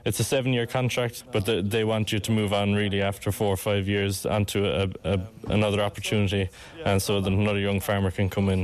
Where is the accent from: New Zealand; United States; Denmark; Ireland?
Ireland; Bandon, Munster; I'm from Bandon. I'm currently share farming with Schnock Estates in Bandon. I grew up on a small beef farm with 40, 50 acres at home, so there was no dairy farm at home for me.